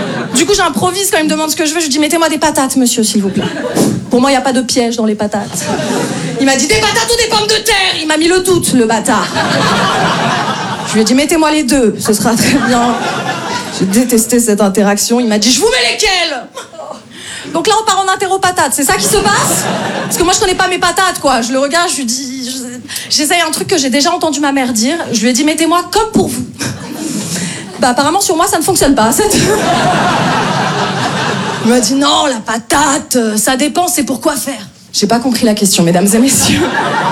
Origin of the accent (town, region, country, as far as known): Paris, Île-de-France, France